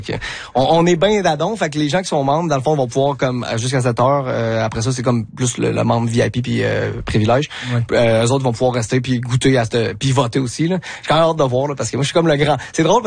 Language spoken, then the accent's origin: French; Quebec, Canada; Puis là ben nous autres on est des gars de créativité, on est québécois, tu sais, fait qu'on aime bien être créatif